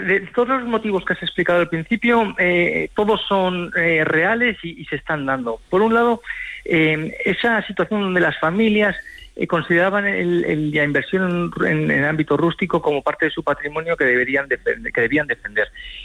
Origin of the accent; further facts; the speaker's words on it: Valencian Community, Spain; yo soy de la Comunidad Valenciana